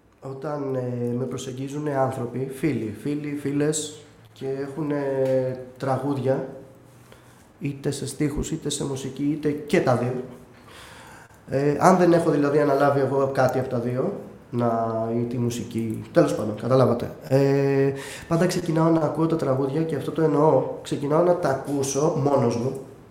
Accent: Athens, Attica, Greece; also born or lived in Heraklion, Crete; γεννήθηκα και μεγάλωσα στην Αθήνα.

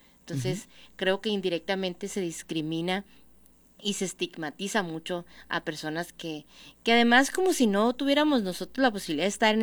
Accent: Mexico; algo que nos duele tanto, que nos debiera doler tanto como mexicanos

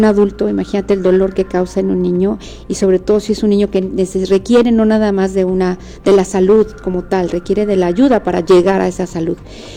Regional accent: Guerrero, Mexico; Esos granitos juntos dentro del pozole somos nosotros, los guerrerenses, la gente que se suma día a día

